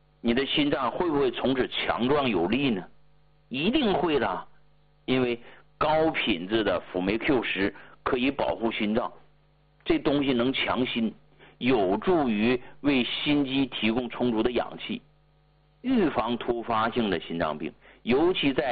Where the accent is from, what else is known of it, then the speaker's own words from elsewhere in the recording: Heilongjiang, China; 你看我是东北人，黑龙江，对吧？咱们东北人